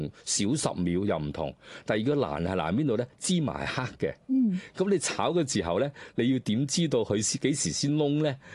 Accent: Guangzhou, Guangdong, China; 咁其實可以體現咗我哋廣州人其實就。冇乜脾氣嘅

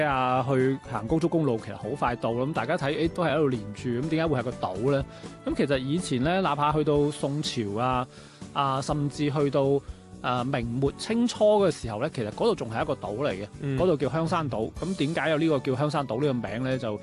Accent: Guangzhou, Guangdong, China; 我哋广州人

